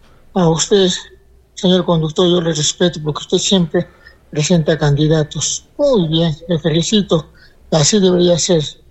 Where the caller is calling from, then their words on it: Socabaya, Arequipa, Peru; Yo no soy de Tiabaya, yo de Sotavaya